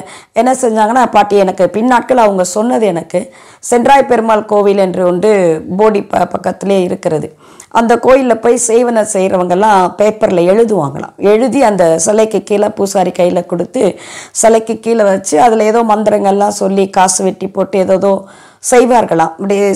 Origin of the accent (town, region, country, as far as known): Tamil Nadu, India